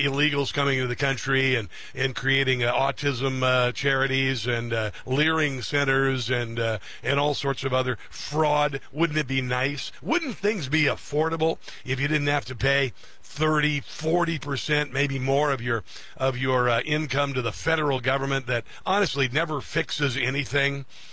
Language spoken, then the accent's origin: English; Midwest, United States; I'm from the Midwest, the heartland. I've actually helped harvest. I've shelled corn.